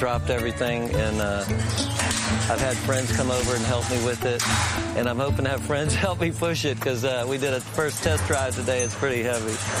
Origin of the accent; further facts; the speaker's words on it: Houston, Texas, United States; And just growing up in Houston, you know, it's the fourth largest city.